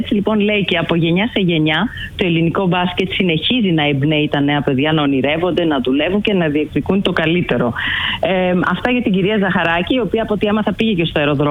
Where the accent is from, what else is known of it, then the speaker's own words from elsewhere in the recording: Lefkada, Ionian Islands, Greece; Μα έχουμε τώρα και εμείς στη Λευκάδα